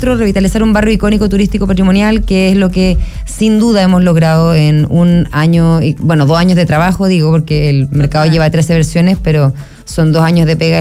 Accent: Concepción, Biobío, Chile; yo soy penquista

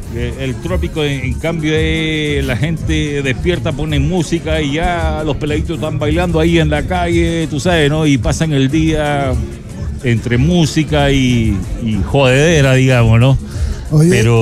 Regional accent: Panama; now in Chile; Yo soy chileno, pero crecí en Panamá.

